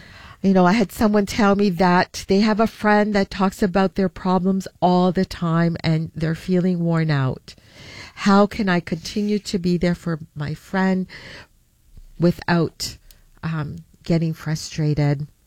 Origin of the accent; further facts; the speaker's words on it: Italy; moved away; also born or lived in Halifax, Canada; one day I would love to get out to Nova Scotia because that's where we immigrated to from Italy in 1966 in Halifax, Nova Scotia, and I've always wanted to go down there.